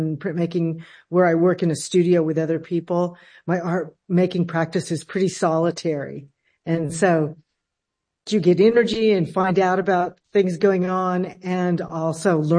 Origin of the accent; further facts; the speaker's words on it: El Paso, Texas, United States; I'm from El Paso original